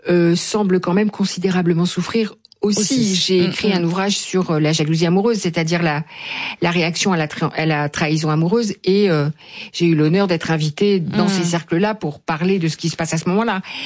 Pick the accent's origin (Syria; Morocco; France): France; puisque je suis française et que c'est ici que je consulte